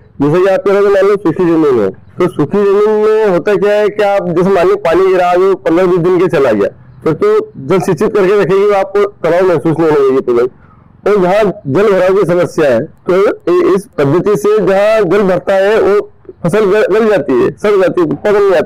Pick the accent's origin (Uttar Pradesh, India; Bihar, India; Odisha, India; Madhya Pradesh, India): Madhya Pradesh, India; Ujjain district; जिला उज्जैन का रहने वाला हूँ।